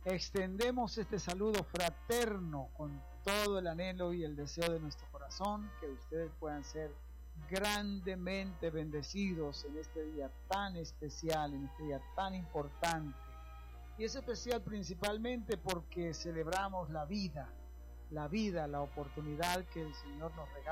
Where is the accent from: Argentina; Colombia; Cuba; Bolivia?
Colombia; como ciudadanos, como colombianos